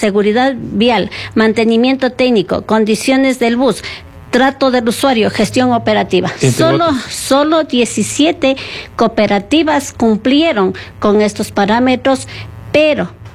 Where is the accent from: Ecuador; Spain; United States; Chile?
Ecuador; Quito, Pichincha; somos los usuarios, somos los quiteños y quiteñas.